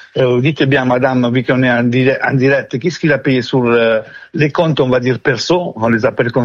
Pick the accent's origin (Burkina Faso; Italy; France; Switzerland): Italy; qu'il a voulu bénéficier, vu que je suis italien, de ne pas payer la TVA.